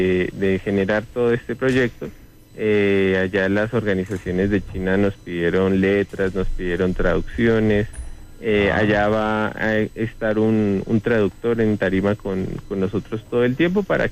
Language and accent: Spanish; Boyacá, Colombia; ser boyacenses y ser músicos carrangueros de Boyacá.